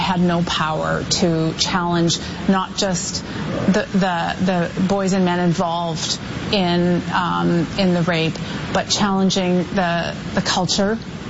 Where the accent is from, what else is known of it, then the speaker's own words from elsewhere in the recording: Moose Jaw, Saskatchewan, Canada; I was 13 years old, and it was the night of my grade 8 graduation in my hometown of Moose Jaw, Saskatchewan.